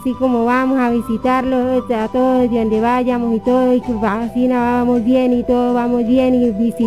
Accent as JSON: {"language": "Spanish", "town": "Las Higueras", "region": "Boyacá", "country": "Colombia", "said": "Yo soy de Las Higueras"}